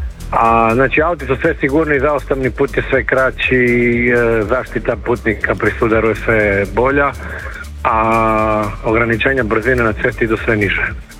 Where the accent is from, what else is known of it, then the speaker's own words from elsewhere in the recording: Istria County, Croatia; kod nas u Istri